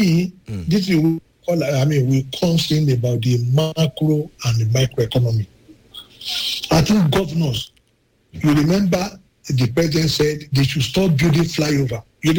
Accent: Ogun, Nigeria; I'm from Ogun State.

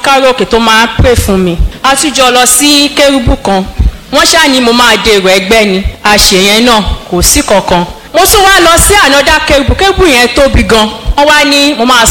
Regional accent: Ibadan, Oyo, Nigeria; si mo wa lati Sango Nibadan

